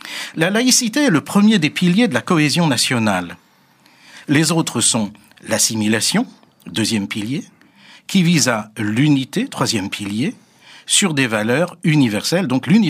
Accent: France; chez nous en France.

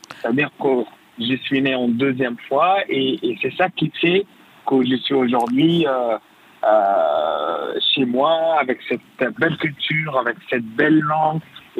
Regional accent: Darfur, Sudan; now in France; c'est vrai que je suis né au Soudan, j'ai grandi au Soudan. Et quand je suis arrivé en France, ce pays-là, c'est devenu aussi chez moi.

